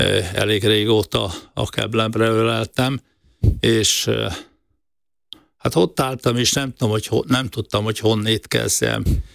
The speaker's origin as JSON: {"language": "Hungarian", "town": "Szombathely", "region": "Vas", "country": "Hungary", "tie": "born or raised there", "also_born_or_lived": "Sárvár", "said": "Hát én vasmegyei vagyok, majdnem 80 éve születtem Sárváron, és 9 éves koromtól Szombathelyen éltem 18 éves koromig."}